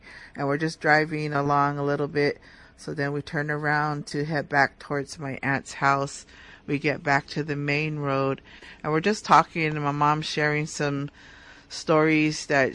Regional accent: San Francisco, California, United States; I grew up here in San Francisco.

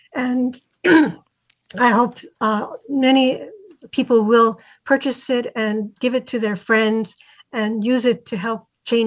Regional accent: Tokyo, Japan; Going to college, well, also growing up in Tokyo as a minority there, actually, I was very comfortable being a minority in Tokyo.

